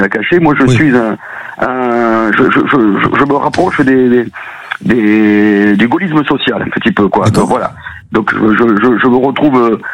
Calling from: Nouvelle-Aquitaine, France; Au Laurent, dans le Béarn.

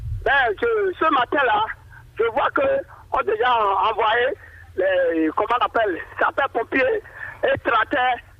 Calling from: Atlantique, Benin; je suis à Boumekalabi, ici.

